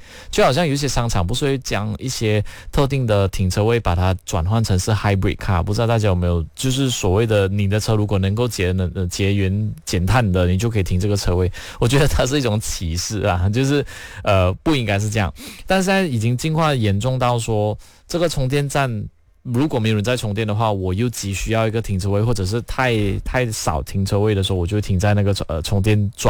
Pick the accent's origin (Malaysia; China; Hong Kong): Malaysia; Jeli, Kelantan; moved away; 它是东西大道近靠近我的家乡宜立的唯一一个。